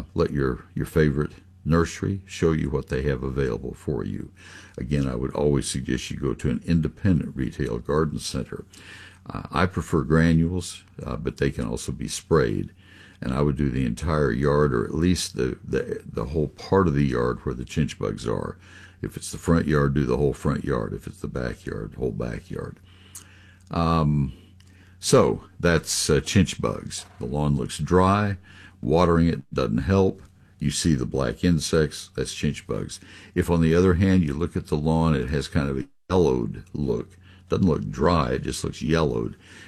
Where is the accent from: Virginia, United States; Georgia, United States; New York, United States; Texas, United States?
Texas, United States; College Station; also born or lived in Ohio; I grew up in College Station.